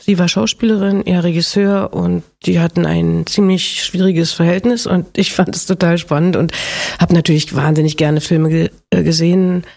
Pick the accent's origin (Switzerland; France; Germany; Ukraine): Germany; Berlin; auf jeden Fall sind wir sehr nah voneinander und auch vom Stadion in der alten Försterei aufgewachsen.